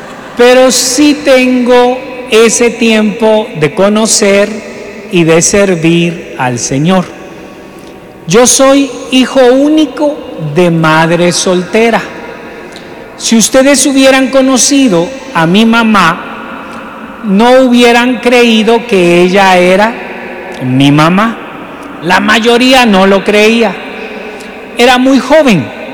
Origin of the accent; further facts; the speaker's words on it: Guatemala City, Guatemala Department, Guatemala; Yo vengo de la ciudad de Guatemala